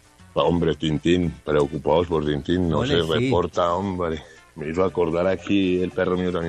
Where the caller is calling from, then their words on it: La Celia, Risaralda, Colombia; Desde el municipio de la Celia Vereda, el tigre